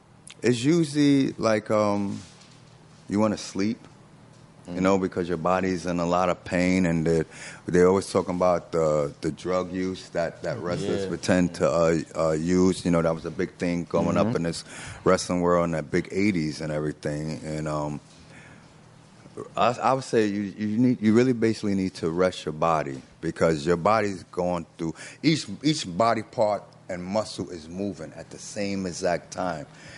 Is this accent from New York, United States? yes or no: yes; New York City, New York, United States; I grew up in Queensbridge, you know, and mm-hmm. Queensbridge is one of the largest housing projects in the world.